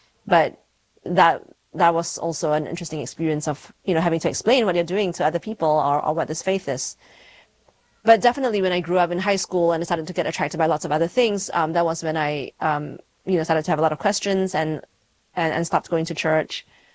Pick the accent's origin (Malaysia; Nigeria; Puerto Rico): Malaysia; now in Houston, United States; So I grew up in Malaysia